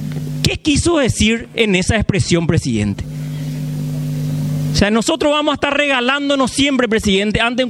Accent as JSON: {"language": "Spanish", "country": "Paraguay", "said": "nosotros los paraguayos"}